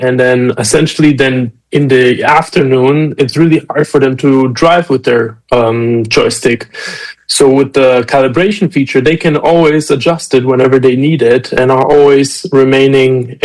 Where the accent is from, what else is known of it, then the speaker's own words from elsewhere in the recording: Germany; also born or lived in Romania / Munich, Germany; I am originally from Romania, was born in Romania, but grew up in Germany. So we moved to Germany when I was around 6-7 years old. And just did my high school there